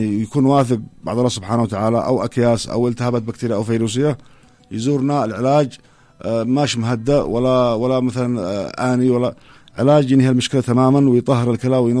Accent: Yemen; طبعا بالنسبة لأمراض الكلى هي أمراض شائعة جدا يعني يعني عندنا في اليمن.

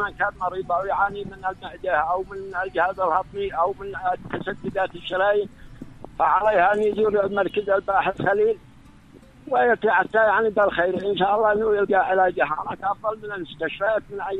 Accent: Sanhan, Sanaa, Yemen; من سنحان بيت الشاطبي.

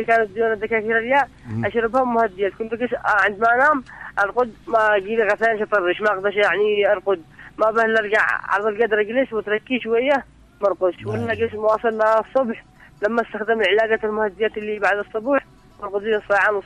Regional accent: Ibb, Yemen; now in Sanaa, Yemen; انا من اب.

